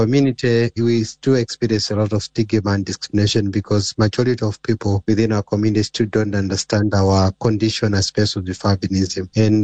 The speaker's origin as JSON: {"language": "English", "country": "Malawi", "tie": "born or raised there", "said": "It's something that we have lived and we have grown with as we're growing up in Malawi."}